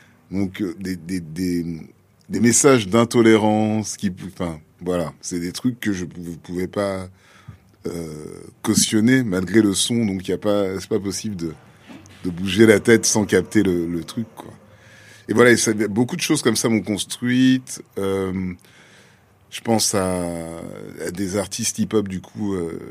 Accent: Dakar, Senegal; Parce que comme j'ai grandi à Dakar, il y a tout un pan aussi de la jeunesse diasporique que je n'ai pas forcément.

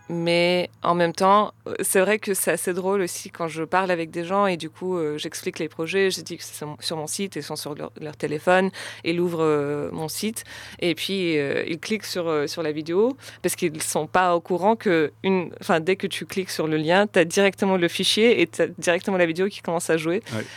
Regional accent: Russia; Parce que moi, j'ai grandi en Russie et en Russie, c'était énorme.

